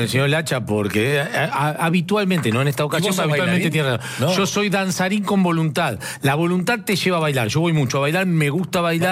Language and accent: Spanish; Argentina; nosotros somos argentinos